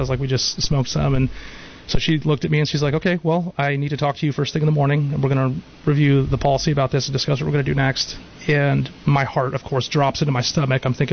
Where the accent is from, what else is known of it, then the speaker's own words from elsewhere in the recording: Watsonville, California, United States; Yeah, well, so as we've already established, I'm from Watsonville.